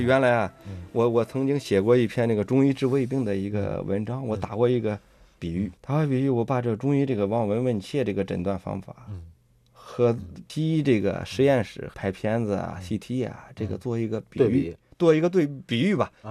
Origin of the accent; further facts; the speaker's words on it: Xingtai, Hebei, China; 就是在我们老家那儿，就是在 邢台 那个内丘那儿有一个叫扁鹊祠。